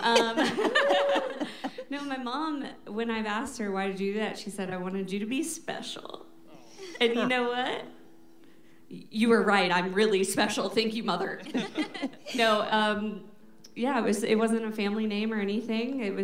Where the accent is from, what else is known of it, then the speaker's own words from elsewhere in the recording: Knoxville, Tennessee, United States; moved away as an adult; also born or lived in Nashville, Tennessee / New York; I was born in Nashville. I lived there until I was 7 years old, and then we moved to Knoxville for my dad's job.